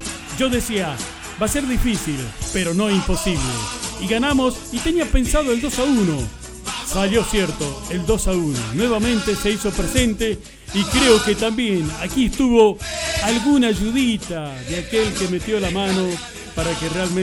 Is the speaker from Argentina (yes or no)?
yes; Argentina; Y todos somos argentinos